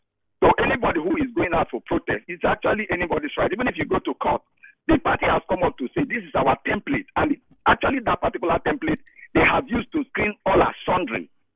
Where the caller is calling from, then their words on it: Rivers, Nigeria; I'm calling from Arema Community.